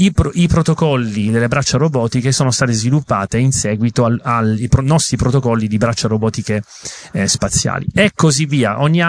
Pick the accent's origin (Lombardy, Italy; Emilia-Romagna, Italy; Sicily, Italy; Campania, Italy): Sicily, Italy; accent: Sicilian; scusate il mio accento siciliano